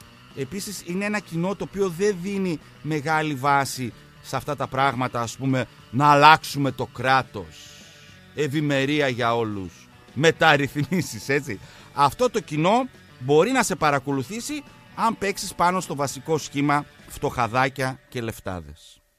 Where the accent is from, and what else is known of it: Greece